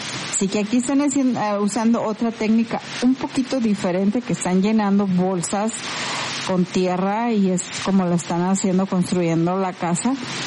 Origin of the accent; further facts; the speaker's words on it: Mexico; moved away; yo de donde vengo, de México